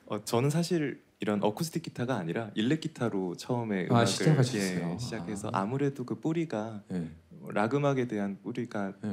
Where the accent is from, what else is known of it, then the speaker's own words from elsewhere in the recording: South Gyeongsang, South Korea; moved away; also born or lived in Jeju; 저희가 이제 고향은 둘 다 경상남도 쪽인데 근데 이제 제주도에서 한 8년 살았습니다. 그리고 이제 지금은 잠깐 일이 있어서 육지에 올라와 있는 상황입니다